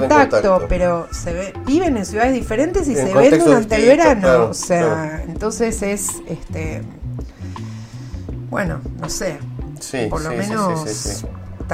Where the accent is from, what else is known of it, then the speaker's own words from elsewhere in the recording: La Plata, Buenos Aires Province, Argentina; also born or lived in Olavarría; Ana Julia nació en La Plata y se fue a vivir a Olavarría, yo nací en Olavarría y me fui a vivir a La Plata, siempre cruzados, todo al revés.